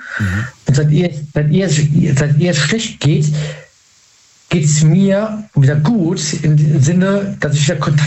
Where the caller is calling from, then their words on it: Solingen, North Rhine-Westphalia, Germany; Ich komme aus Solingen. Grüß dich.